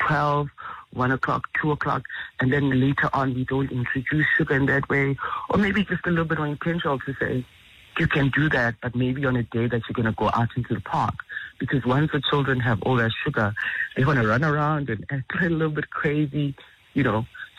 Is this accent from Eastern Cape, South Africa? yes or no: yes; Mthatha, Eastern Cape, South Africa; where we grew up in Umtata